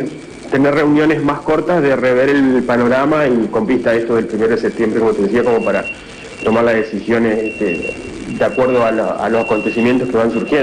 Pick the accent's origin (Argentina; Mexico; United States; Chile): Argentina; Somos una montaña rusa, básicamente, Argentina, ¿no?